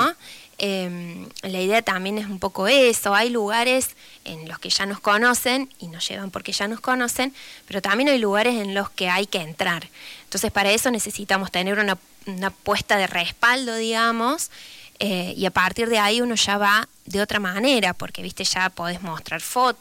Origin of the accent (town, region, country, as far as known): Hernando, Córdoba, Argentina